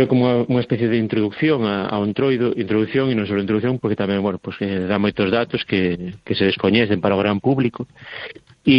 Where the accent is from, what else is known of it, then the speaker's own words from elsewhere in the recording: Vilar de Barrio, Galicia, Spain; eu son de Vilar de Barrio e sempre pensei que sabía moito, coñecía moito dos entroidos.